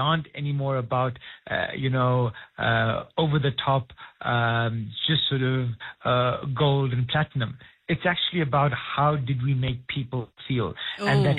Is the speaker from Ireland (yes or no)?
no; South Africa; moved away; I am patriotically South African, but I do live outside of this country and I've spent a lot of time traveling the world.